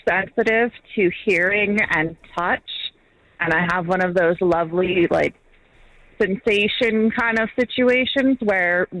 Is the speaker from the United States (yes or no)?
no; Winnipeg, Manitoba, Canada; I grew up in Winnipeg where it's, like, minus 40 in the wintertime.